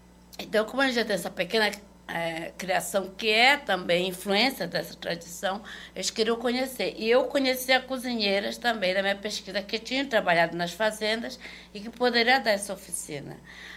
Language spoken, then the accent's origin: Portuguese; Belém, Pará, Brazil; Eu sou de Coraci